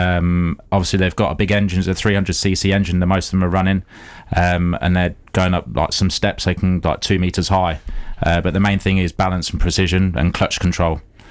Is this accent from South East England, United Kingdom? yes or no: no; Higham Ferrers, East Midlands, United Kingdom; my hometown